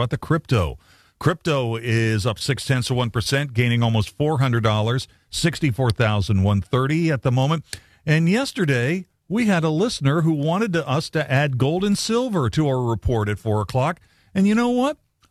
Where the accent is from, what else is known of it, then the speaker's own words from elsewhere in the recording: Ravenswood, West Virginia, United States; I've felt this way about them since growing up in Ravenswood and dealing with my classmates who cheered for them.